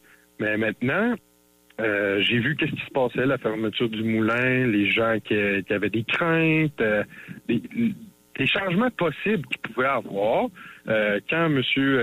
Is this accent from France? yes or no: no; Quebec, Canada; moved away as an adult; also born or lived in Victoriaville, Quebec; now in Parent, Canada; Je suis natif de Victoriaville et j'ai grandi la majorité de ma jeunesse rive-sud de Québec.